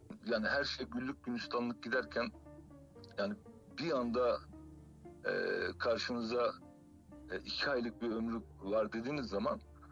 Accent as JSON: {"language": "Turkish", "region": "Sakarya", "country": "Turkey", "tie": "born or raised there", "said": "benim memleketim Sakarya gelinim ben."}